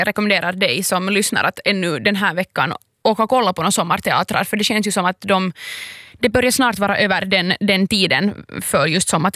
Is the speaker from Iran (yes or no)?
no; Finland; som finlandssvensk